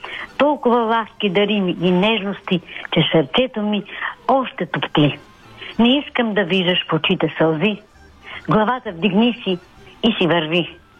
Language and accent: Bulgarian; Plovdiv, Plovdiv Province, Bulgaria; Аз дойдох от Пловдив, сладичка, младичка, в захарния завод